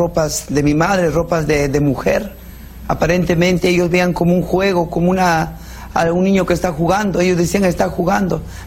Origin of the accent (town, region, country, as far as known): La Oroya, Junín, Peru; born or raised there